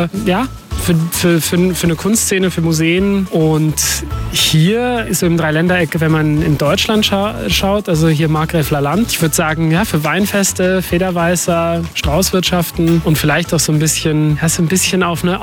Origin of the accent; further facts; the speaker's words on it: Basel, Basel-Stadt, Switzerland; ich komme ursprünglich aus Basel.